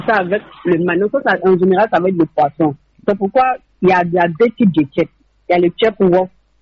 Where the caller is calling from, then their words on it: Songon, Abidjan, Côte d’Ivoire; Je appelle de Songo.